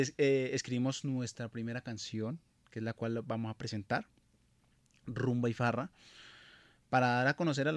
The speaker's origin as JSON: {"language": "Spanish", "town": "Jambaló", "region": "Cauca", "country": "Colombia", "tie": "born or raised there", "moved": "as an adult", "lives_now": "Valle del Cauca, Colombia", "said": "Actualmente estamos ubicados en el Valle por todo el tema artístico. Soy del municipio de Jambaló, también de Tierra Fría."}